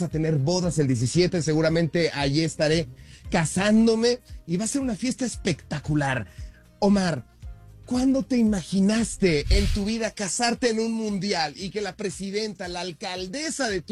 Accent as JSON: {"language": "Spanish", "country": "Mexico", "said": "yo creo que las mexicanas hemos visto aquí coreanas, mexicanas, colombianas."}